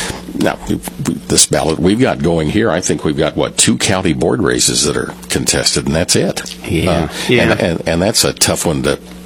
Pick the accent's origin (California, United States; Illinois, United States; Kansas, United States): Illinois, United States; I remember years ago as a kid, I grew up in Southern Illinois